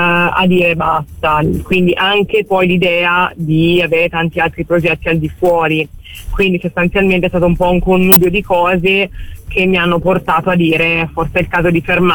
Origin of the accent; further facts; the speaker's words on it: Florence, Tuscany, Italy; nel senso che io sono cresciuta a Firenze e io volevo finire la carriera a Firenze